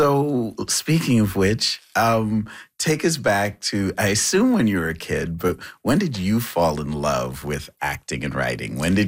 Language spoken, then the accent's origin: English; Trinidad & Tobago; No, I grew up in Trinidad.